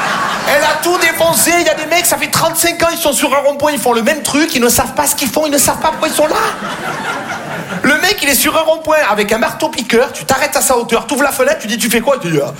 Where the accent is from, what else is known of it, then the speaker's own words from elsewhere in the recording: Marseille, Provence-Alpes-Côte d'Azur, France; j'ai grandi à Marseille.